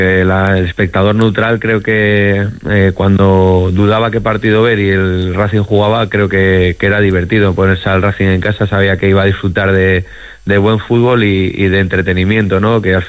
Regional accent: Asturias, Spain; es curioso que estás haciendo un camino muy parecido al de mi padre en Gijón, tú aquí en Cantabria, siendo el cántabro y yo asturiano.

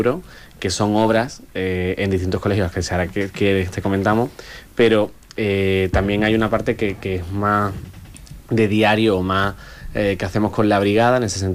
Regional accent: Algeciras, Andalusia, Spain; de haber podido vivir la niñez en Algeciras, de haber podido crecer desde pequeñito, desde que nací en el Hospital Punta Europa

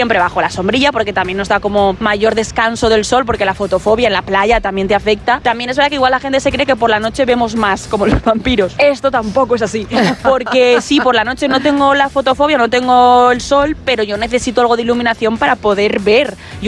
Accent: Valencian Community, Spain; mi país es el mismo que el tuyo, soy de España, soy valenciana.

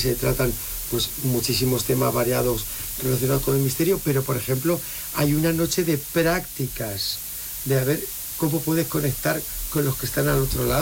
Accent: Mora, Spain

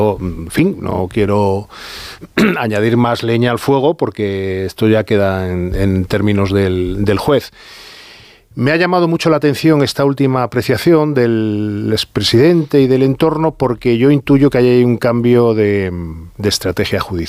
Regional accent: Spain; muchos de los que estamos aquí, como español

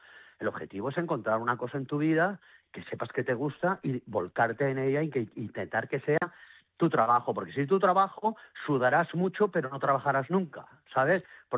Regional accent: Valencia, Valencian Community, Spain; yo soy valenciano, vivo en Valencia, y me encanta volver a casa

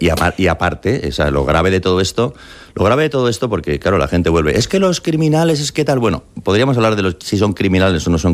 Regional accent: Spain; born or raised there; now in United States

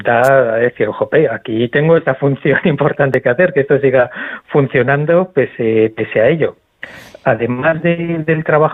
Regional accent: Madrid, Community of Madrid, Spain; soy de Madrid.

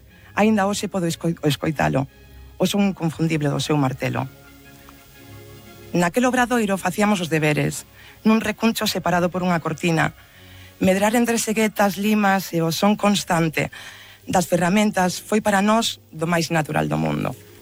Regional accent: Santiago de Compostela, Galicia, Spain; pois son compostelá, e porque pertenzo a un gremio que leva séculos formando parte da identidade de Santiago e do patrimonio cultural de Galicia, a Uribería. A miña historia comenzou nun pequeno obradoiro de Vistalegre, o barrio onde medrei.

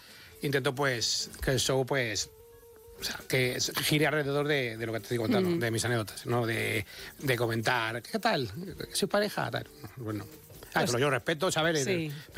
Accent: Aranjuez, Community of Madrid, Spain

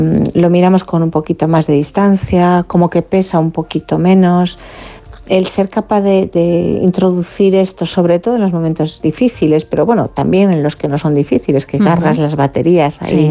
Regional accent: Galicia, Spain

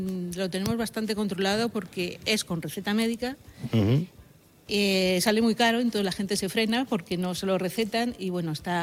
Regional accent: Madrid, Community of Madrid, Spain; accent: mix of Madrid and Pulpí accents; Yo es que soy de Madrid, pero en Madrid me dicen que tengo acento pulpileño y aquí me dicen que tengo acento madrileño, entonces estoy entre dos aguas. Tengo una mezcla de acentos que, bueno, pues ya es mi acento.

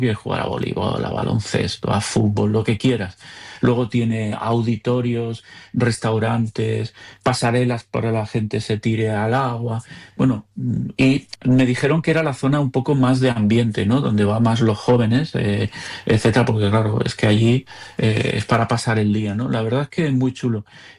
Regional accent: Tarragona, Catalonia, Spain; es que soy de Tarragona

